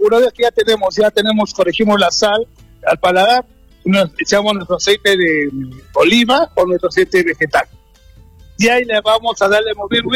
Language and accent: Spanish; Arequipa, Peru; nosotros como arequipeños